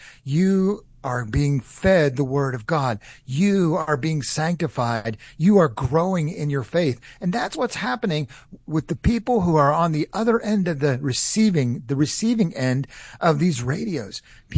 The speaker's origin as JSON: {"language": "English", "region": "North Carolina", "country": "United States", "said": "You can tell I'm from North Carolina, not from California."}